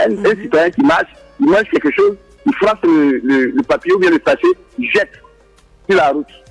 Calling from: Abidjan, Côte d’Ivoire; Je suis maintenant de l'autre côté, chez les grands types, comme on le dit. Je suis à Koukodi.

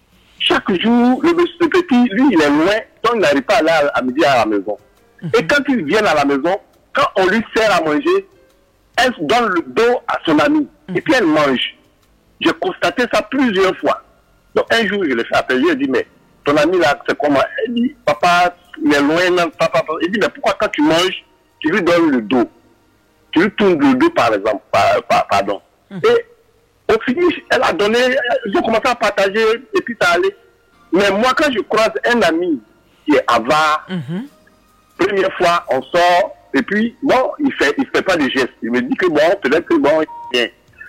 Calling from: Abidjan, Côte d’Ivoire; je suis même à Cocody.

